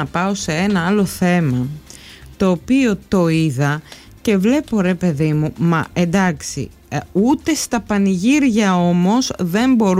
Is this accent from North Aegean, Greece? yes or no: no; Trogianata, Ionian Islands, Greece; Σάββατο 25 Ιουλίου βράδυ γιορτάζει η Αγία Παρασκευή στο χωριό μου, στα Τρογιανάτα, στο ξεριζωμένο, αλλά και στα Φαρακλάτα και όχι μόνο.